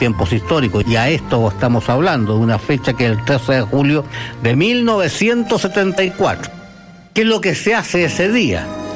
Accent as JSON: {"language": "Spanish", "country": "Chile"}